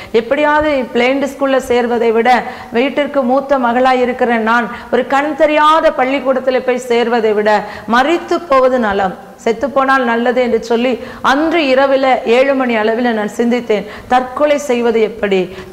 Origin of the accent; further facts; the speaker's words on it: Pethanadarpatti, Tamil Nadu, India; now in Rajapalayam, India; நாங்கள் இருக்கிற இடம் ராஜபாளையம். எங்களுடைய சொந்த ஊர் தென்காசி பக்கத்தில் உள்ள பெத்தநாடார்பட்டி.